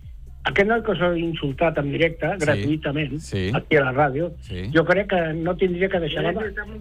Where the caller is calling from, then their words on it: Barcelona, Catalonia, Spain; Soc d'aquí, de Barcelona, i soc del barri de la Sagrada Família